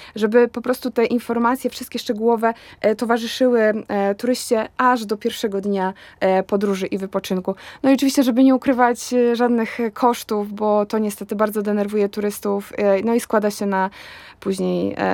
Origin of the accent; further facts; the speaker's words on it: Łódź, Łódź Voivodeship, Poland; a my jesteśmy z Łodzi, więc jeszcze czeka nas ta podróż